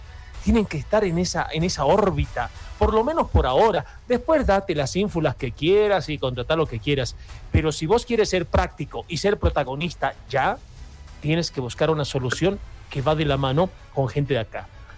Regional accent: Bolivia; nosotros como bolivianos nos tenemos que mover de manera diferente.

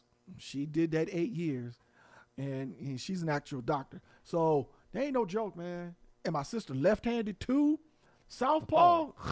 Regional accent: Cleveland, Ohio, United States; But he's from Toledo in Ohio. Mm-hmm. I'm from Cleveland.

